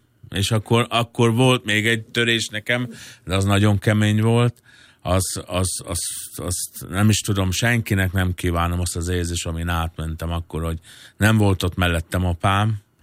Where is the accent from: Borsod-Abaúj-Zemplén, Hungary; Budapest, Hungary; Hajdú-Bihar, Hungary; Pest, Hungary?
Borsod-Abaúj-Zemplén, Hungary; Novajidrány; Én Borsod, Abói Zemplén megyek kis településen, hát nem tudom, 1200-1500 fős községben laktam, Novaidrányban nevelkedtem fel.